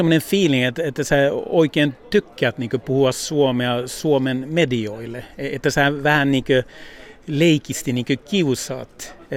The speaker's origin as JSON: {"language": "Finnish", "country": "Sweden", "tie": "born there", "said": "Minun äiti ja isä on suomalaisia, mutta mä oon syntynyt Ruotsissa, mutta mulle tulee aina semmoinen iso hiki, kun pitää puhua suomea"}